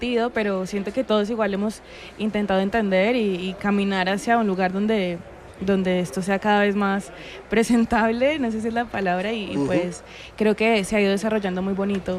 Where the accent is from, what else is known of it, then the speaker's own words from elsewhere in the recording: Cali, Valle del Cauca, Colombia; Soy caleña.